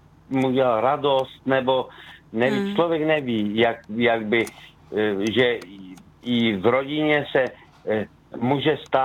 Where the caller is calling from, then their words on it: Skotnice, Moravian-Silesian Region, Czechia; Že jsem ze Skotnice, ale … z Bystrého.